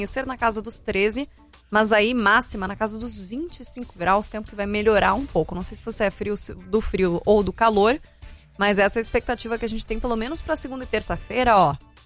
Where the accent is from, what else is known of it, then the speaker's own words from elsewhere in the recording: Curitiba, Paraná, Brazil; now in São Paulo, Brazil; eu sou curitibana, então frio para mim tem que ser abaixo dos 10 graus.